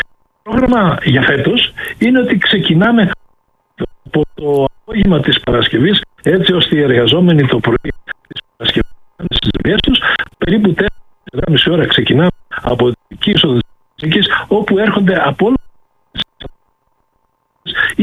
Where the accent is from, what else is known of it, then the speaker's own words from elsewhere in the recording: Platy, Western Macedonia, Greece; στην Πρέσπα, στο κέντρο των Πρεσπών, στο πλατή που είναι το χωριό μου